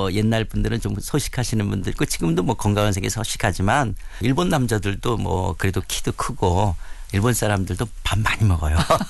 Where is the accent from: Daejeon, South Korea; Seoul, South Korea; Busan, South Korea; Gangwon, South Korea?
Seoul, South Korea; Euljiro 3-ga; 저는 고향이 을지로 삼가예요. 제가 을지로 삼가에서 태어났고 저는 막내 중에 막내처럼 자랐기 때문에